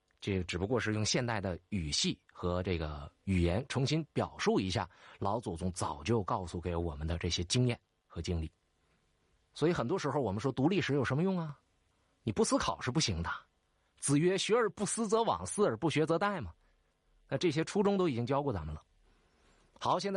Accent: Northeast China, China; accent: Northeastern

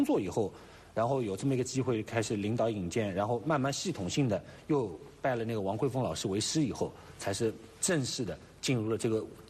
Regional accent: Hangzhou, Zhejiang, China; accent: Hangzhou dialect; 我的一个先天优势就是我是杭州人，那杭州人他这个五零调，他就是得说杭州话，那这个首先我方言这一关我没有问题

